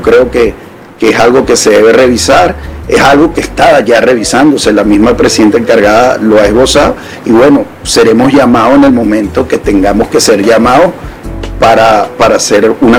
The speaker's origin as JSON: {"language": "Spanish", "country": "Venezuela", "said": "yo como venezolano también quiero exportar para Colombia."}